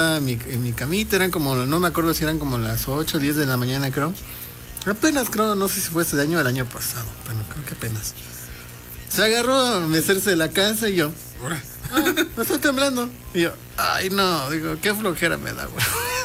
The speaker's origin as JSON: {"language": "Spanish", "region": "Mixteca", "country": "Mexico", "tie": "born or raised there", "said": "al menos en mi tierra, en la Mixteca, es como que una zona demasiado así que se siente mucho los sismos"}